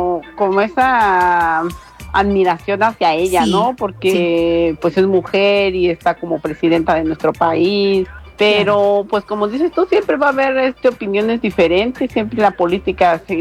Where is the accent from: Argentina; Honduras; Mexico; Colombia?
Mexico; now in United States; porque es la presidenta de mi país.